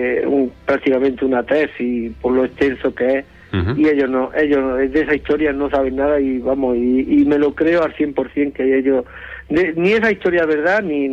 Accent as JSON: {"language": "Spanish", "town": "Sierra de Yeguas", "region": "Andalusia", "country": "Spain", "tie": "born or raised there", "said": "No soy malagueño, soy natural de Sierra Yegua."}